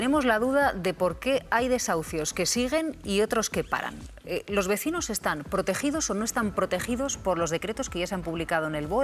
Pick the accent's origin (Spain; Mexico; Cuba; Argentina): Spain; Erandio, Basque Country; moved away; en mi tierra en concreto, en Erandio